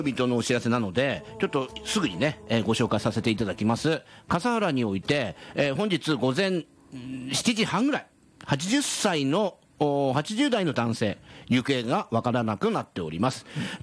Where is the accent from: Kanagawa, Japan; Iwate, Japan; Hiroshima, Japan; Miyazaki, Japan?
Iwate, Japan; moved away as an adult; now in Kanto, Japan; 私が岩手県から、うん、こっちの関東の方に来た時、